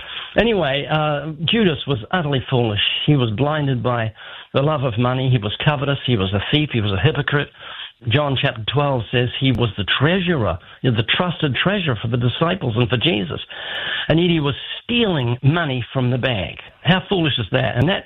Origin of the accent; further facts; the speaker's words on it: New Zealand; born there; I was born in New Zealand.